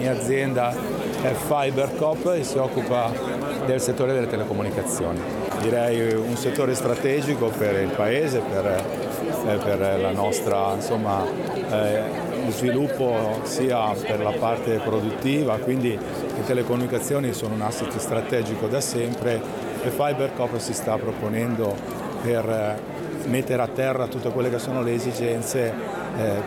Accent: La Spezia, Liguria, Italy; vengo dalla Spezia

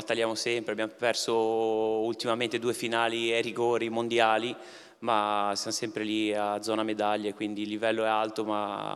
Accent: Arenzano, Liguria, Italy; io sono comunque cresciuto nell'Arenante Savona, quindi per me è un ritorno a casa, sono di Arenzano, vivo lì

